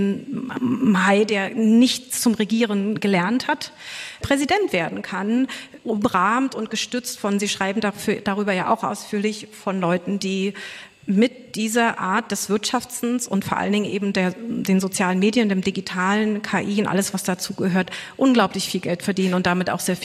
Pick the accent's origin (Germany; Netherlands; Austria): Germany; East Germany; Ich bin ja in der DDR aufgewachsen, war 13, als die Mauer gefallen ist